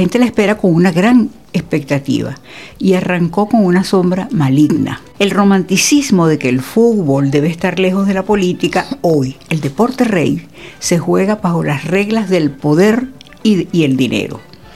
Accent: Venezuela; para describirlo como los venezolanos lo hacemos

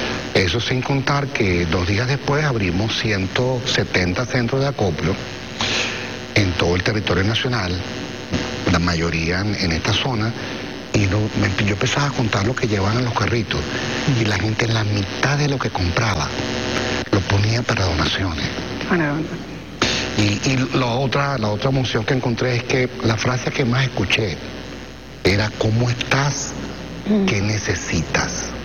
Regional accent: Venezuela; cómo somos los venezolanos.

